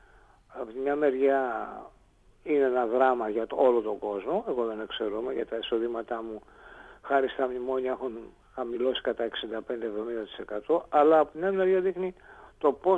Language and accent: Greek; Santorini, South Aegean, Greece; αναγνώρισα την πατρίδα μου, στη Σαντορίνη